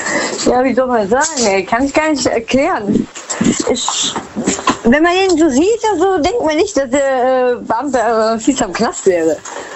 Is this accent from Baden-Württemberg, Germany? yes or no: no; Rhineland-Palatinate, Germany; Hi, aus Westerwald.